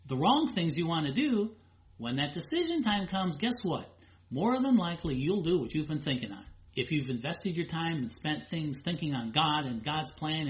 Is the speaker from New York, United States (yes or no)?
no; Indiana, United States; I grew up in Indiana. We had a lot of old cars.